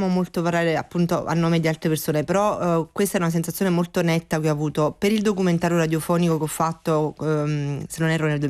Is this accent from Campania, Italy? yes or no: yes; Naples, Campania, Italy